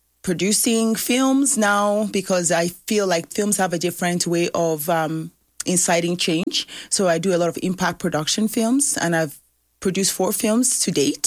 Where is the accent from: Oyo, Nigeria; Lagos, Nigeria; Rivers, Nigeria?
Lagos, Nigeria; now in Canada; I am a Nigerian that was born in Lagos. I've been in Canada for 31 years now.